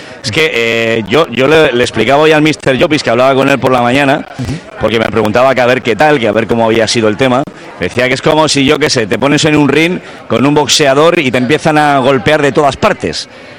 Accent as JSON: {"language": "Spanish", "town": "Bilbao", "region": "Basque Country", "country": "Spain", "said": "nosotros somos de Bilbao, sí, o de Vizcaya"}